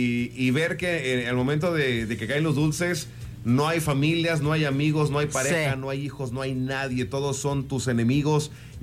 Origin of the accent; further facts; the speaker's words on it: Mexico; Es que soy mexicano